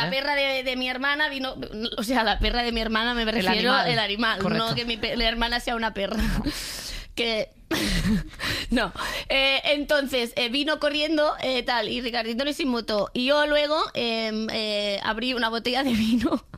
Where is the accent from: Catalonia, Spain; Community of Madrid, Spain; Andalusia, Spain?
Catalonia, Spain; Yo bebo vale. agua porque soy catalana, ¿vale?